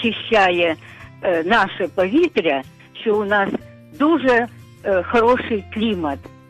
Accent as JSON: {"language": "Ukrainian", "town": "Rovenky", "region": "Luhansk Oblast", "country": "Ukraine", "tie": "born or raised there", "said": "І я ніколи не кажу, що я родом з Луганщини. Я завжди кажу, що моя мала батьківщина – місто Ровеньки."}